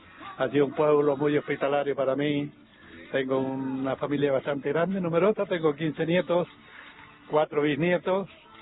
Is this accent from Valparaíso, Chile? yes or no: yes; Viña del Mar, Valparaíso, Chile; now in Argentina; Yo soy de Viña del Mar. Así que yo soy de una familia muy grande, muy bastante grande mi familia, somos 14 hermanos, así que se imagina.